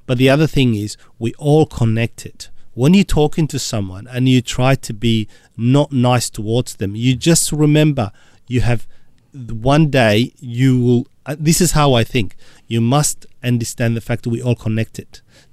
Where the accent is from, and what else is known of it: Somalia; English is a second language; now in Melbourne, Australia